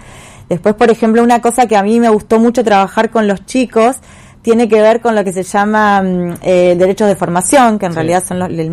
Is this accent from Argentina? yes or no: yes; Ceres, Santa Fe, Argentina; yo soy de Ceres, el club de donde jugaba Alario es de Tostado y participa en la Liga Ceresina